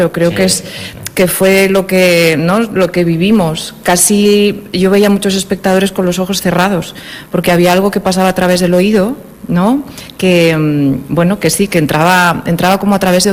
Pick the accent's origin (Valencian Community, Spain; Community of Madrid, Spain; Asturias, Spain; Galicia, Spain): Community of Madrid, Spain; Madrid; Yo que no tengo pueblo porque soy de Madrid.